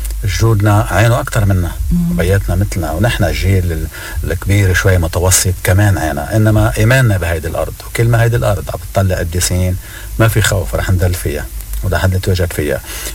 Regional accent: Lebanon

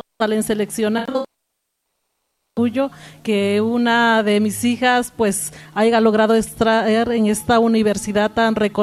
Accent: Tlalixtaquilla de Maldonado, Guerrero, Mexico; desde el estado de Guerrero, venimos desde Tlaxcala de Maldonado, orgullosamente somos guerrerenses y nuestro estado es muy bonito, lleno de tradiciones, de comida típica

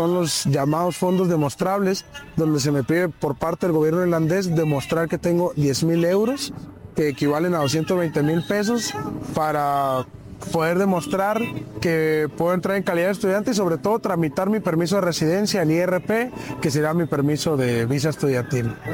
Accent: Tijuana, Baja California, Mexico; soy trompetista, soy tijuanense, californiano

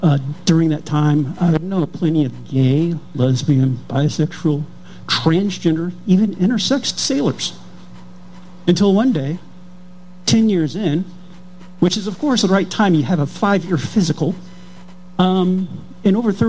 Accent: Mobile, Alabama, United States; I met a lot of civil rights icons growing up in Mobile, Alabama in the 1960s.

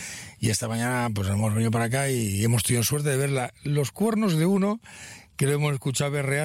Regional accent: Barcelona, Catalonia, Spain; Aquí cuando estoy de vacaciones, no soy de aquí, soy de Barcelona, y aquí vengo a disfrutar

